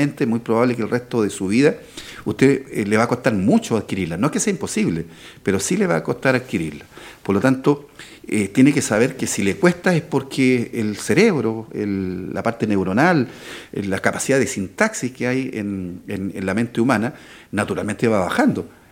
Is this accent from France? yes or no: no; Chile